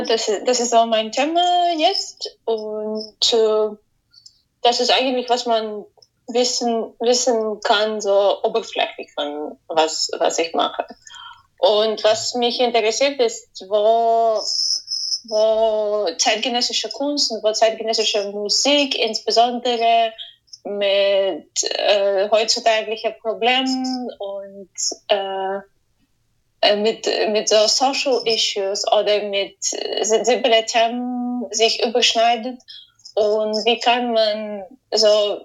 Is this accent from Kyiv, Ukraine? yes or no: yes; Kyiv, Ukraine; German is a second language; moved away as an adult; also born or lived in Basel; Ja, ich bin in Kiew geboren und gewachsen. Ich bin dort in die Schule gegangen und ich habe dort auch Klavier am Kiew Musikinstitut Gliera studiert.